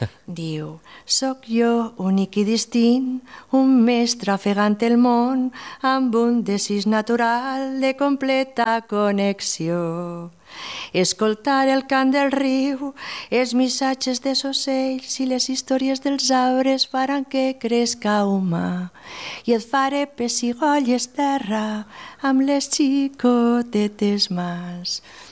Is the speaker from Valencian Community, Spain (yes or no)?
yes; Gandia, Valencian Community, Spain; now in Altea, Spain; Soc de Gandia, visc Altea